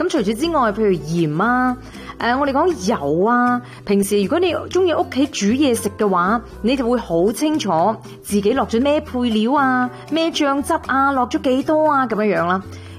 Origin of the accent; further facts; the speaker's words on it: Canada; 咁呢个已经本身系我哋加拿大人生活嘅一部分啦